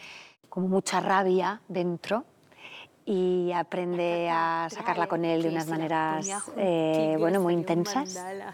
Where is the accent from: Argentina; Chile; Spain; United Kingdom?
Spain; Region of Murcia; accent: Murcian; he podido explorar este lugar de mi tierra, que es el acento murciano, que me encanta